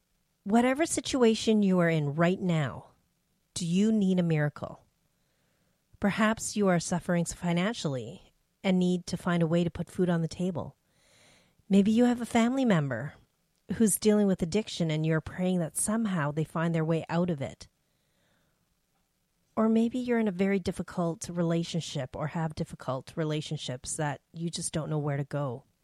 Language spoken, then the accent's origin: English; Canada; Throughout that time growing up in Canada